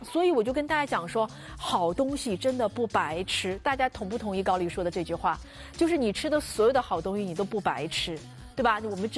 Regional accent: China

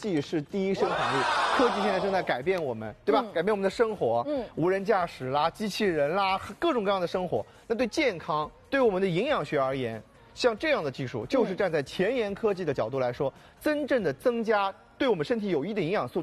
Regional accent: Shanghai, China; 我们上海人

